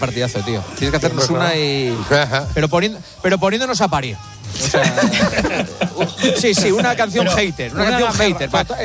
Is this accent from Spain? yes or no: yes; Gijón, Asturias, Spain; No como yo, que soy de Gijón y soy un saborío, que vamos.